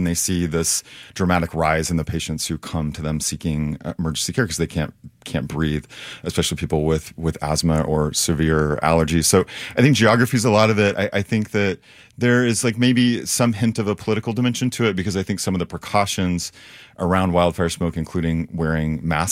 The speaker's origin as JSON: {"language": "English", "region": "Great Plains", "country": "United States", "tie": "born or raised there", "lives_now": "Oregon, United States", "said": "So I'm fairly new to Oregon and to this region. I moved from the East Coast a couple years ago. I grew up in the Great Plains."}